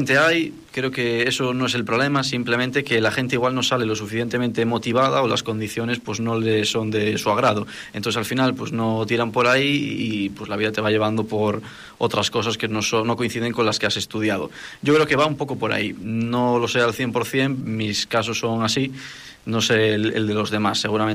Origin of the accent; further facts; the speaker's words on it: Cedeira, Galicia, Spain; also born or lived in Ortigueira; now in Ferrol, Spain; desde Ortigueira, desde Ferrol, que también vivo en Ferrol, ando de un lado para otro, la verdad, pero bueno, también soy de Cedeira